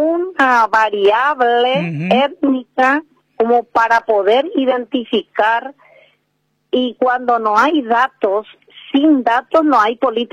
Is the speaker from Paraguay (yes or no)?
yes; Paraguay; Somos pueblos indígenas, somos personas como cualquier otro, somos paraguayos también.